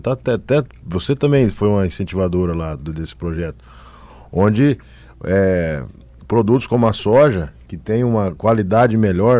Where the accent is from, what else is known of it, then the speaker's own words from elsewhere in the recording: Paraná, Brazil; moved away as an adult; now in Roraima, Brazil; Eu sou do Paraná.